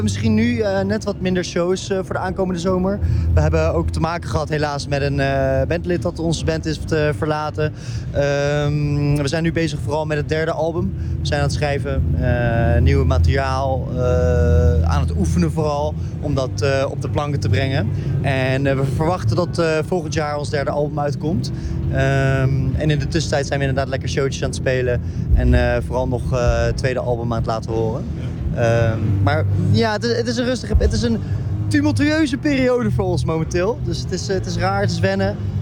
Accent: The Hague, South Holland, Netherlands; Ja, we komen uit Den Haag, maar ik voel me helemaal thuis hier eigenlijk.

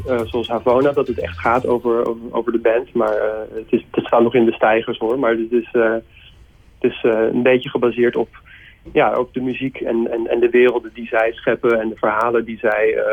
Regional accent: Haarlem, North Holland, Netherlands; born there

